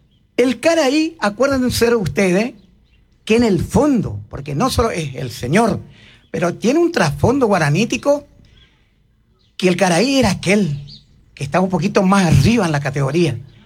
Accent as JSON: {"language": "Spanish", "town": "Colonia Carlos Pellegrini", "region": "Corrientes", "country": "Argentina", "tie": "born or raised there", "said": "lo que yo escuchaba de niño en mi pueblo de Colonia Carlos Pellegrini, orilla de Liberá, donde en ese tiempo que yo era niño la gente saludaba todo en guaraní, y en el guaraní yopará, que es propio del pueblo."}